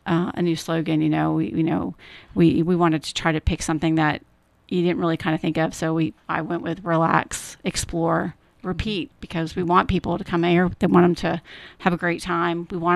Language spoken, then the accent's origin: English; St. Johns County, Florida, United States; I'm from St. John's County.